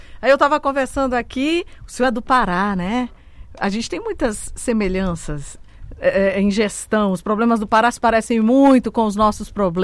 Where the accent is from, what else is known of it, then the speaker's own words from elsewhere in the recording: Roraima, Brazil; Eu sou daqui de Roraima.